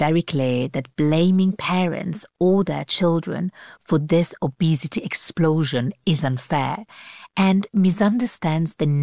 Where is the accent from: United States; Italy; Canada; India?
Italy; Rome, Lazio; When it comes to food, even though I'm from Rome, I have not seen anywhere in the world quite like Naples.